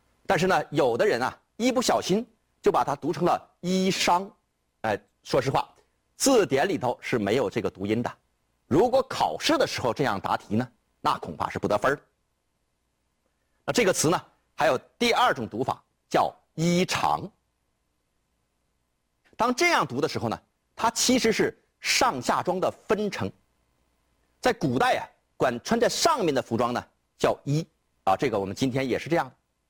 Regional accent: China; 我们中国人

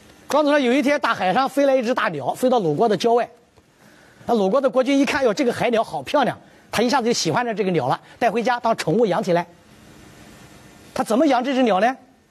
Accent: southern China, China; moved away as an adult; also born or lived in Qinghai; 那我南方人，我吃馒头不习惯

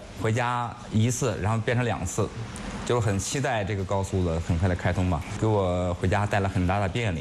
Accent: Zaoqiang, Hebei, China; moved away as an adult; now in Yanshan, China; 我老家是衡水枣强人，

